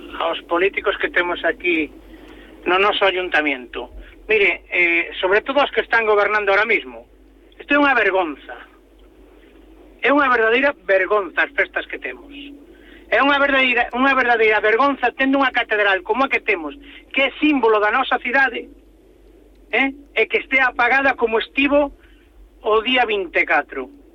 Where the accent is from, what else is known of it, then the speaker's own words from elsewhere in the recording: Santiago de Compostela, Galicia, Spain; a min dame vergonza que a miña familia é de aquí de toda a vida. Eu son de Santiago de toda a vida.